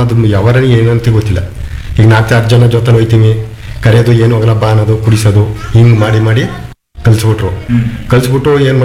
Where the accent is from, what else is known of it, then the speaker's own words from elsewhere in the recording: Ettige, Karnataka, India; ನಾವು ಎತ್ತಿಗೆ ಗ್ರಾಮದವರು.